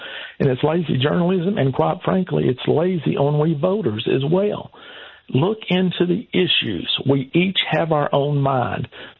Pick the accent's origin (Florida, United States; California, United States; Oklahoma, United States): Oklahoma, United States; I'm from Oklahoma, but I live in a very conservative state.